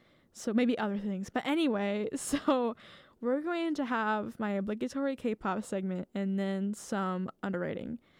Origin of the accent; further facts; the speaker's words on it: United States; accent: American; my American accent